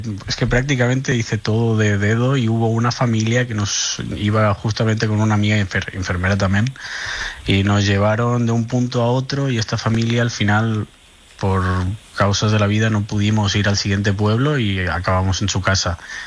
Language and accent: Spanish; Barcelona, Catalonia, Spain; Barcelona, catalán.